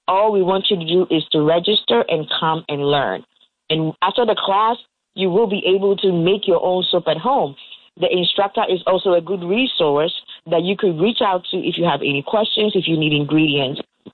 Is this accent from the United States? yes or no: no; Ghana; I'm from Ghana, too.